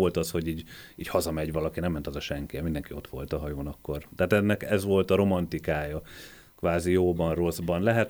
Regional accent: Hungary; én vidéken nőttem fel

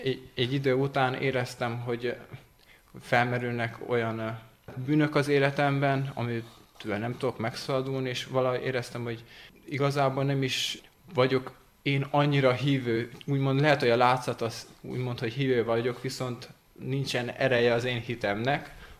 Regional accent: Sălaj, Romania; now in Cluj-Napoca, Romania; Én Szilágy megyéből kerültem ide Kolozsvárra. Matematikát tanulni jöttem fel

